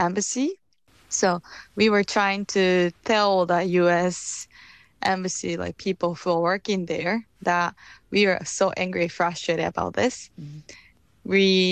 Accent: Okinawa, Japan; English is a second language; I didn't speak English, but, you know, say hello. Military was there since I was born.

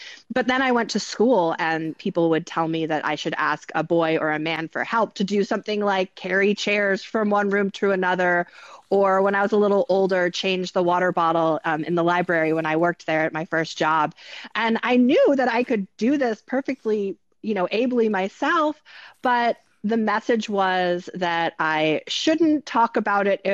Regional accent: New York, United States; where I grew up in New York.

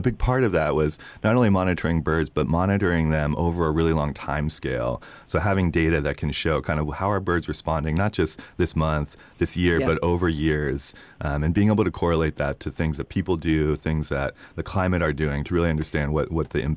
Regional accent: Oregon, United States; moved away; I grew up in Southern Oregon. I grew up kind of out in the boonies, not too dissimilar from, say, West Marin here, except we didn't have a bustling metropolitan area just over the hill. So it was the proper boonies.

